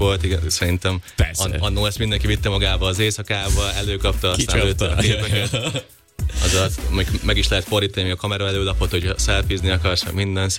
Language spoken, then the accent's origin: Hungarian; Győr-Moson-Sopron, Hungary; mert egy helyről származunk, szóval ő is Sopron környéki